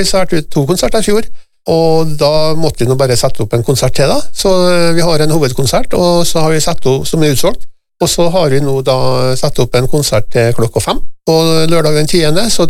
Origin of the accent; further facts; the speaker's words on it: Møre og Romsdal, Norway; vi er nordmøre, vi er nordmøring alle sammen.